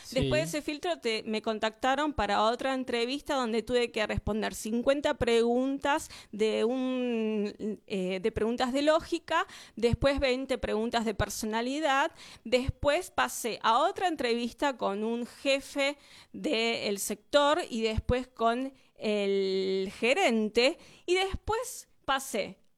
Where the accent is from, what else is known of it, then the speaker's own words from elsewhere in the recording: Buenos Aires Province, Argentina; lo que tenemos los de Zona Oeste o el Gran Buenos Aires es que no solo tenemos 2 horas de viaje